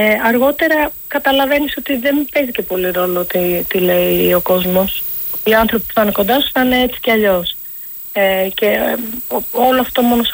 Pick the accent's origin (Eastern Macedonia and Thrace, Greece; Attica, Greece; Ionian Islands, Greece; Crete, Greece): Attica, Greece; Athens; η οικογένειά μου ήταν... αστικοί, είμαστε Αθηναίοι, ενώ υπάρχουν έτσι, έχουν γεννηθεί στην Κωνσταντινούπολη, στη Σμύρνη, έχουμε από Οδυσσό, από Ρέθυμνο, αλλά οικογένεια, μεγαλώσαμε στην Αθήνα όλοι.